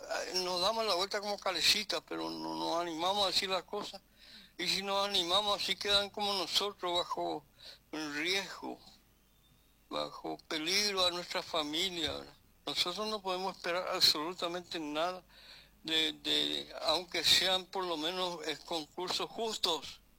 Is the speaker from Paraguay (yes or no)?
yes; Paraguay; El Paraguay somos rastreros americanos a cambio de esa parte que hoy sabemos